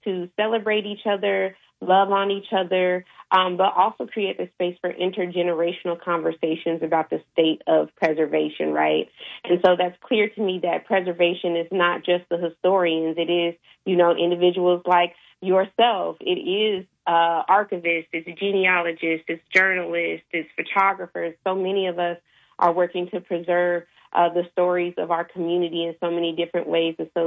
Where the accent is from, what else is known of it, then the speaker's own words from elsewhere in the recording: Denver, Colorado, United States; I grew up in Denver. I grew up celebrating Juneteenth.